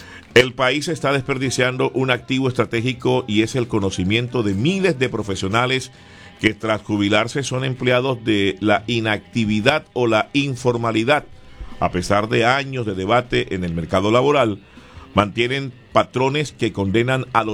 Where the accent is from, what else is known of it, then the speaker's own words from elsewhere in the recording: Caribbean Region, Colombia; now in Cúcuta, Colombia; Hijo de la Real República del Caribe colombiano, pero cucutoche por adopción.